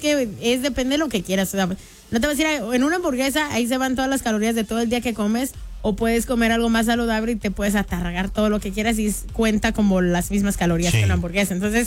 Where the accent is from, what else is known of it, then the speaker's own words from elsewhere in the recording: Querétaro, Mexico; Allá en el rancho, allá en Querétaro, de donde yo soy